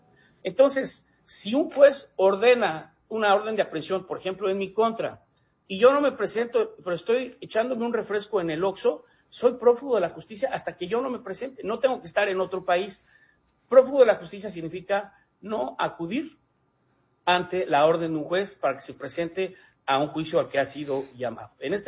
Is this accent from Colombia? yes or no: no; Mexico; De verdad, como mexicano, yo te agradezco tu contribución al cambio democrático